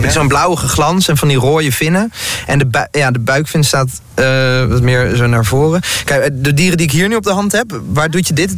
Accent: North Brabant, Netherlands; Ja, en ik kom uit Brabant, hè.

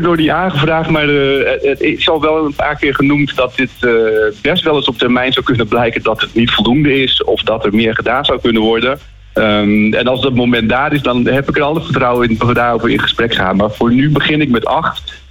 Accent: Groningen, Netherlands; born or raised there; also born or lived in Friesland; now in Utrecht, Netherlands

